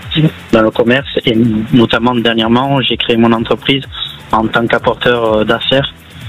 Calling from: Pamiers, Occitanie, France; je vous appelle de Pamiers.

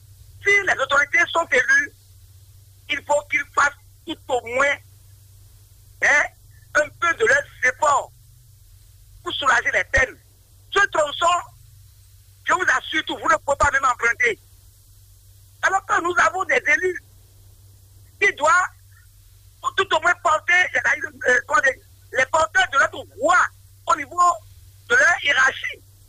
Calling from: Benin; je suis à Toussou

